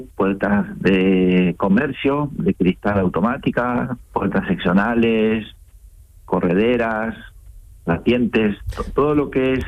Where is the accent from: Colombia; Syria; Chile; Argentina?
Argentina; now in Spain; Bueno, no, yo vivo aquí en España hace unos 26, casi 27 años.